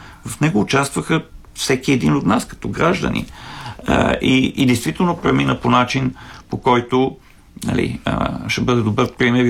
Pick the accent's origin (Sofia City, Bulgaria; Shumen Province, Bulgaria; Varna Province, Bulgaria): Sofia City, Bulgaria; Sofia; говоря вече като софиянец